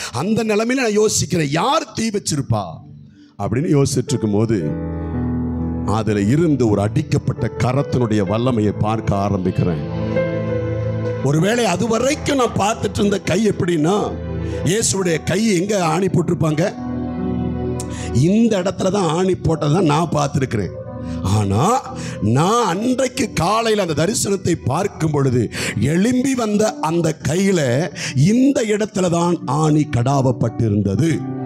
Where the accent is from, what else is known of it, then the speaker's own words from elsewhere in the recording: Kerala, India; moved away; என்னோட சொந்த ஊர் கேரளா பக்கத்தில் இருக்குதான ஒரு சின்ன ஊர் கிராமம்